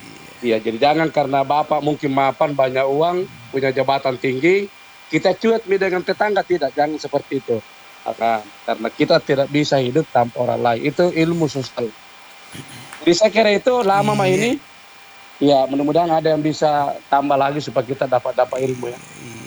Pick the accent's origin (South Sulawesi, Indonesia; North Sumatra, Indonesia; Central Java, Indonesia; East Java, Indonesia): South Sulawesi, Indonesia; Jadi itu tidak benar kalau kita Bugis Makassar itu kau tahu, saya tahu tidak seperti itu. Jadi kalau kita perantau Bugis Makassar